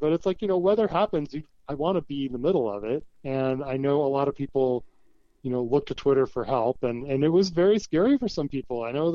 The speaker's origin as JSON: {"language": "English", "region": "West Coast", "country": "United States", "tie": "born or raised there", "also_born_or_lived": "Port Angeles", "said": "Yeah, I was born in Port Angeles. Right. My dad was Coast Guard, so we moved around a bit as a kid, you know, transferred around, but mostly West Coast."}